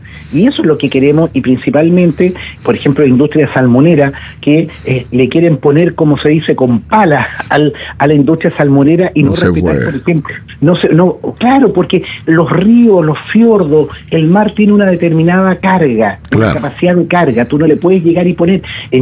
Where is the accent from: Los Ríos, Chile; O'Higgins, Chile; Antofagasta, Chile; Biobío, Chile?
Los Ríos, Chile; Valdivia; somos de distintos colores políticos, pero somos de Valdivia